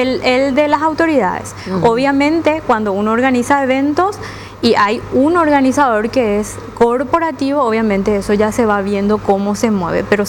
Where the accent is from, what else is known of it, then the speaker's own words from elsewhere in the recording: Paraguay; generalmente en Paraguay nosotros, como hablamos castellano